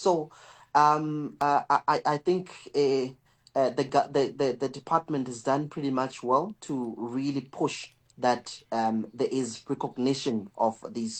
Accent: Bushbuckridge, Mpumalanga, South Africa; I mean, I'm from Bushbuckridge Ridge in Mpumalanga. We've got a town, small dorpie called Graskop, and there's places called God's Window.

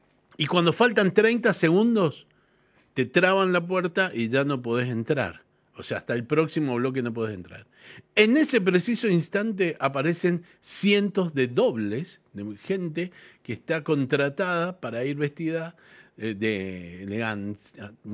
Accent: Mendoza, Argentina; Mirá, vengo de Mendoza, Argentina.

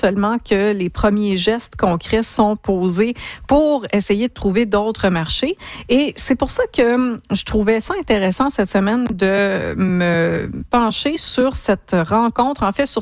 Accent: Quebec, Canada; now in Toronto, Canada; Ça m'est tellement arrivé souvent de retourner au Québec puis de dire que j'habite à Toronto

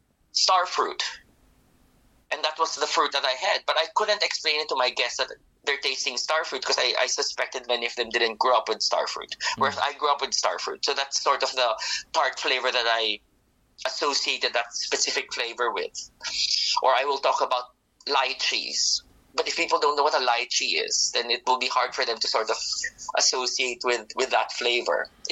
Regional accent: Philippines; So for example, I'm originally from the Philippines. For me, tropical flavors are pineapple and mango, not necessarily passion fruit.

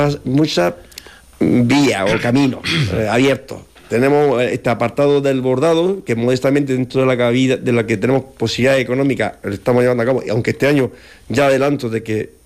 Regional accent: Lorca, Region of Murcia, Spain; los lorquinos somos como somos.

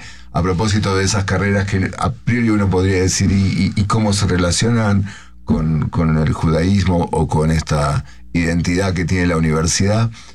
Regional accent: Rosario, Santa Fe, Argentina; yo no soy de Buenos Aires, soy de una ciudad que se llama Rosario, que está donde nacieron Ángel Di María y Lionel Messi.

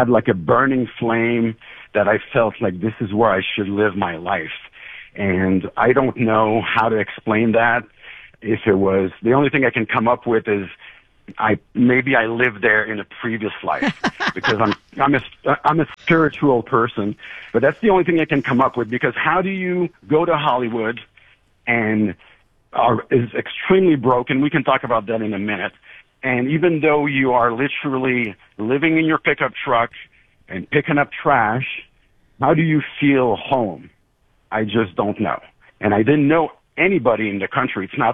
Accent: Quebec City, Quebec, Canada; English is a second language; Yeah, so I grew up in Quebec City, which is a city called Charlebourg. So that's another challenge that I had, which was I didn't speak English that well.

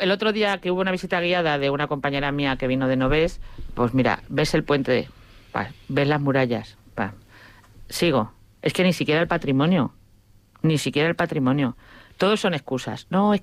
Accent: Madrid, Community of Madrid, Spain; Yo que soy de Madrid

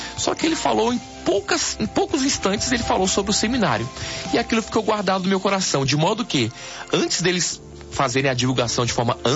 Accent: Goiânia, Goiás, Brazil; moved away as an adult; sou de Goiânia, nascido e criado.

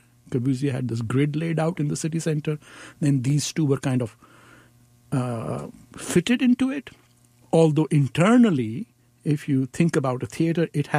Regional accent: Chandigarh, India; I sort of wore Chandigarh like an albatross around my neck, like I'm from Chandigarh and modernism.

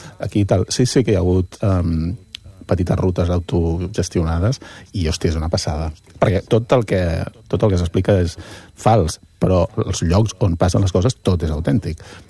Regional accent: Taradell, Catalonia, Spain; Sí, que és d'on jo soc de Taradell, eh?

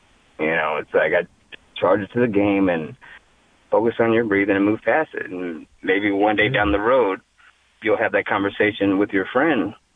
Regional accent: Juneau, Alaska, United States; moved away; also born or lived in New York / New Jersey / Texas; I grew up in Juneau, Alaska. Like, I lived in New York, Jersey, Texas

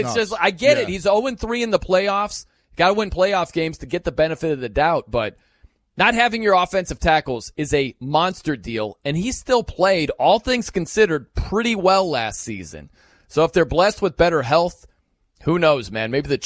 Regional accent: South Bend, Indiana, United States; Ant, I grew up in South Bend, Indiana. I've been a Dolphins fan my entire life.

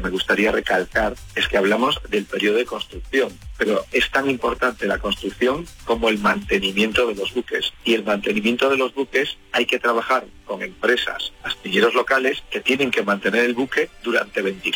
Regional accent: Ferrol, Galicia, Spain; de donde yo soy, de Ferrol

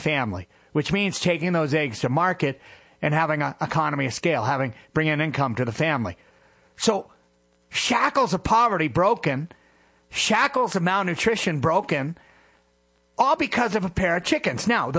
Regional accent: New Hampshire, United States; I grew up in New Hampshire, so I'm, you know, just north of here, and grateful that my New England heritage has taken me

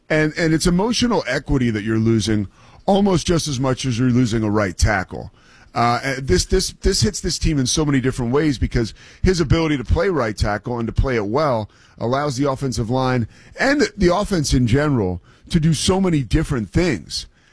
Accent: Philadelphia, Pennsylvania, United States; I'm from Philly. Philly. I'm from Philly. I have like pretty strong media ties there.

